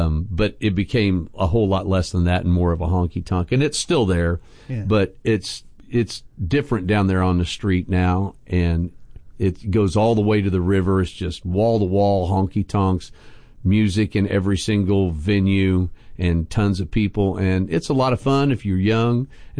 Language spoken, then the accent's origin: English; Lawrence, Kansas, United States; moved away; It is my hometown, absolutely. Okay. I went to Lawrence High. I went to Call Valley Grade School.